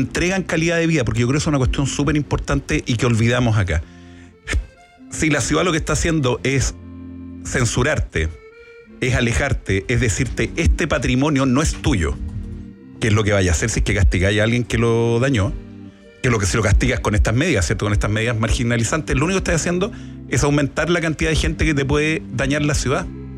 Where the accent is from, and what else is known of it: Chile